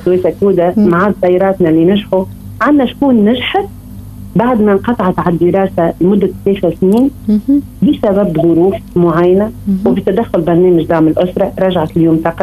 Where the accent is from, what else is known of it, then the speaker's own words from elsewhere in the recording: Tunisia; اليوم أنا كتونسي